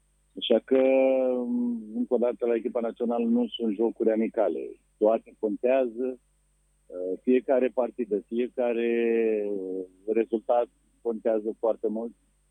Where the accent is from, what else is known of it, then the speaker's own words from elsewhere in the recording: Craiova, Dolj, Romania; am crescut în Craiova, sunt din Craiova.